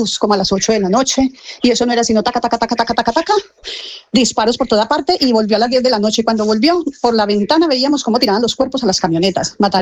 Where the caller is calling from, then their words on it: Pereira, Risaralda, Colombia; yo soy de Pereira y vivíamos prácticamente en la galería.